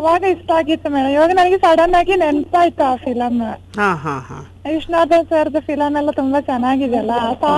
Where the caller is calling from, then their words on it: Makkandur, Karnataka, India; ನಾನು ಇಲ್ಲೇ ಮಕ್ಕಂದೂರು ಮೇಡಮ್. ಊರ್ ನನ್ನ ಇಲ್ಲ ಮಕ್ಕಂದೂರು.